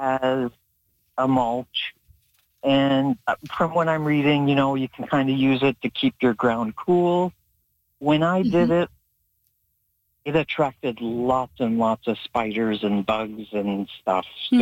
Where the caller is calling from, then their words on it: Manitoba, Canada; In the middle of nowhere. by McCreary, by St. Rose, Laurier.